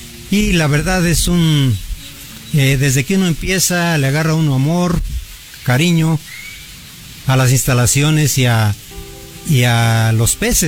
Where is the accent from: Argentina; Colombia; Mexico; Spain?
Mexico; San Bartolo Tututepec, Oaxaca; Exactamente, somos originarios de aquí de San Bartolo Tututepec. Somos nacidos aquí en la colonia industrial